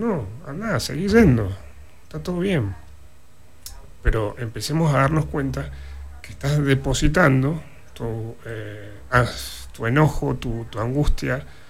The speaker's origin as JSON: {"language": "Spanish", "country": "Argentina", "said": "porque somos argentinos descendientes en gran parte o mayoría de europeos, españoles y italianos."}